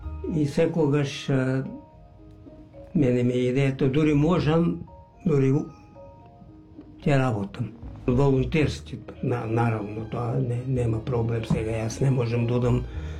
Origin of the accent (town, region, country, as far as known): Pelagonia, North Macedonia; now in Wollongong, Australia